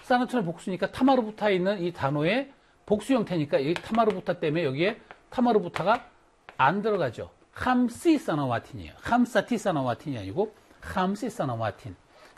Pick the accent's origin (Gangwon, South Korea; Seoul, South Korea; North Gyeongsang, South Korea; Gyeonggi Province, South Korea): Gangwon, South Korea; Wonju; born there; 내가 원주 사람이니까. 이렇게 강원도 원주.